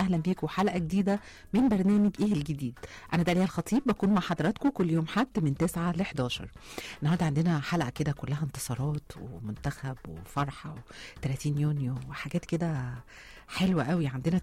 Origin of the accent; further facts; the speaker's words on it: Egypt; كل سنة واحنا مصريين